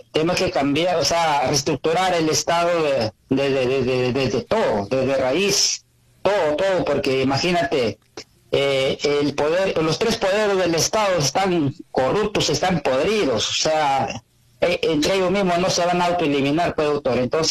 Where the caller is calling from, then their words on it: Penachí, Lambayeque, Peru; Yo soy de la Serranía, en este caso de la comunidad indígena San Mateo de Penachí.